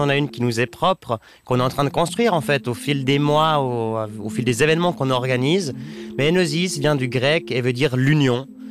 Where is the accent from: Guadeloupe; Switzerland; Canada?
Switzerland; la Suisse, c'est vraiment important. C'est celle qui nous a élevés, c'est où on a grandi, c'est les forêts qu'on connaît.